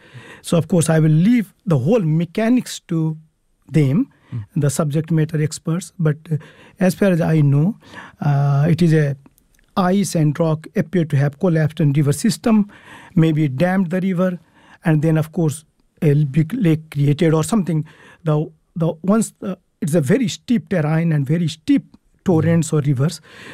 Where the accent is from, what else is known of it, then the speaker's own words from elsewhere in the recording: Eastern Nepal, Nepal; now in New Zealand; my family is well, because we come from the East